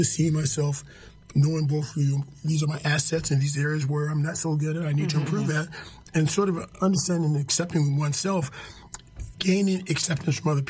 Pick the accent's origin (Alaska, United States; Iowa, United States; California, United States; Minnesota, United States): California, United States; Compton; also born or lived in Washington, D.C.; now in Broome County, New York, United States; I grew up in Compton, California.